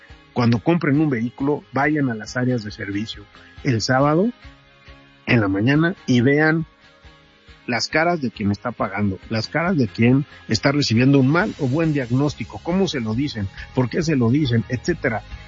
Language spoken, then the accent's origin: Spanish; Mexico; Recuerden que también nosotros como mexicanos somos anfitriones de todo lo que está pasando en el mundo del balompié.